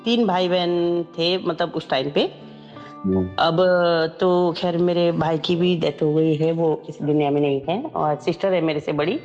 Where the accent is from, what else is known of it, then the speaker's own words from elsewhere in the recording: Uttarakhand, India; now in Delhi, India; मैंने 8th तक पढ़ाई की थी वहीं उत्तराखंड में ही।